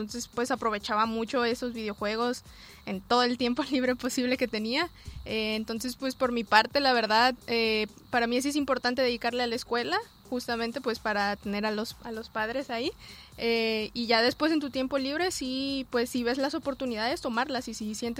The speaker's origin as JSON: {"language": "Spanish", "region": "Colima", "country": "Mexico", "tie": "born there", "also_born_or_lived": "Argentina", "said": "actualmente tengo 21 años, yo nací aquí en Colima, orgullosa colimense."}